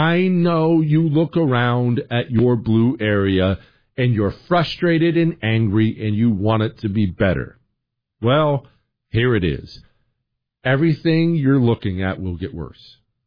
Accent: Rocky Mountains, United States; I grew up in the Rocky Mountains myself, spent a lot of time in Denver.

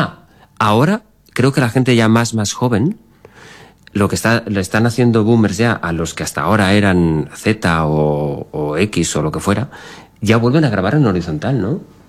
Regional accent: Valencian Community, Spain; Siendo yo valenciano es una expresión complicada.

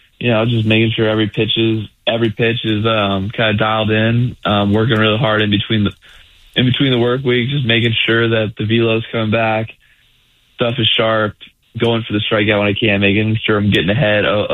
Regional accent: California, United States; I'm still happy to be in my home state

